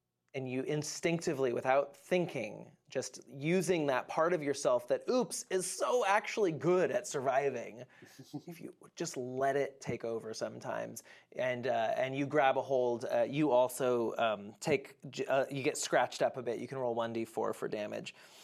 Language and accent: English; Oregon, United States; I'm from Oregon. I appreciate the reference.